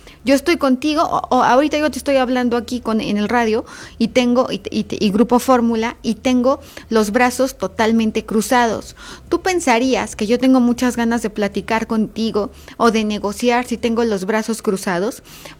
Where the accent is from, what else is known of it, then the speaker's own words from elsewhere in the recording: Mexico; Está dentro de nuestro ADN como mexicanos el temblor, desafortunadamente.